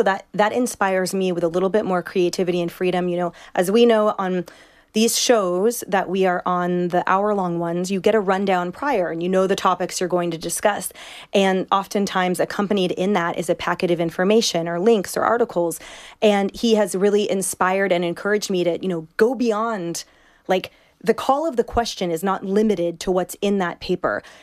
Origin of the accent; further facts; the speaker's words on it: West Coast, United States; because we're from the West Coast